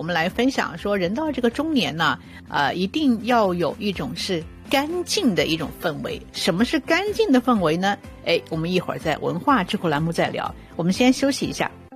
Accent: China

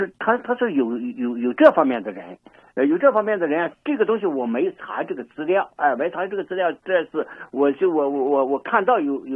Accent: China; 我们中国人

